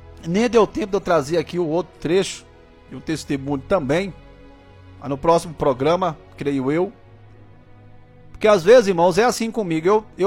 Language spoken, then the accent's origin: Portuguese; Tocantins, Brazil; Eu sou lá, eu sou do natural do Tocantins, né?